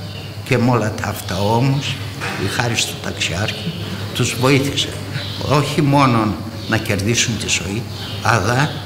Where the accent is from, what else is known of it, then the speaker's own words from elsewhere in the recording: Imbros, Çanakkale, Turkey; now in Symi, Greece; εγώ κατάγομαι από την Ήμβρο